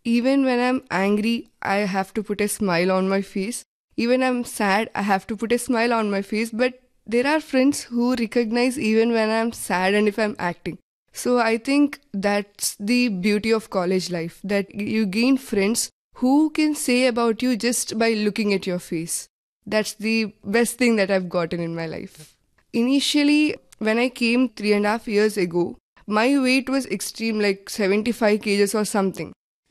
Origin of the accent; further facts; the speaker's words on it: Andhra Pradesh, India; I am from Andhra Pradesh and I am a student from College of Agriculture, Vilayani.